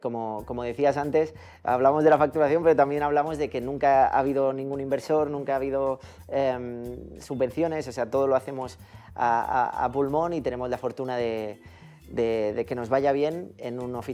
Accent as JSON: {"language": "Spanish", "region": "Catalonia", "country": "Spain", "said": "yo soy de allí, entonces todo mi entorno es de allí, mis amigos, mi familia, mis compañeros."}